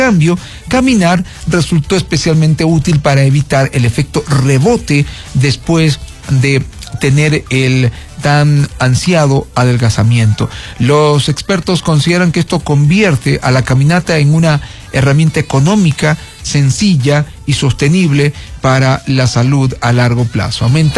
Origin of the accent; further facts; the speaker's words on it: Esmeraldas, Ecuador; moved away; A mi tierra querida Esmeraldas